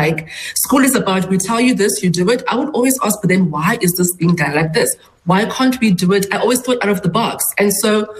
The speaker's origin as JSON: {"language": "English", "town": "Port Elizabeth", "region": "Eastern Cape", "country": "South Africa", "tie": "born or raised there", "said": "I was born in Port Elizabeth, and I come from one of the most, you know, less privileged communities"}